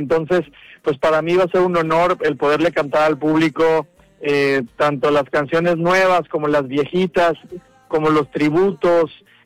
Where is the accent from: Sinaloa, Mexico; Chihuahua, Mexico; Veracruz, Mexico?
Veracruz, Mexico; Para mí, fíjate, yo siendo veracruzano